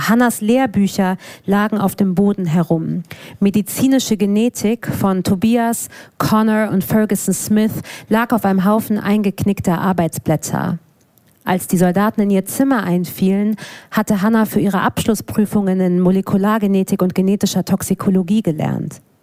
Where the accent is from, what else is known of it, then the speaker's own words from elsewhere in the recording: Germany; ich bin Deutsche. Ich bin ja sehr deutsch aufgewachsen und sozialisiert